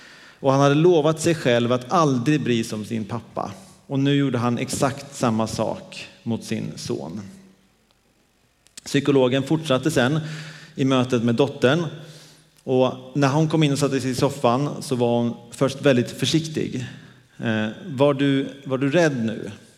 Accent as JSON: {"language": "Swedish", "region": "Dalarna County", "country": "Sweden", "said": "Vi var hemma i Dalarna i veckan och jag fick hänga med min brors och min systers barn som är 4 och 3."}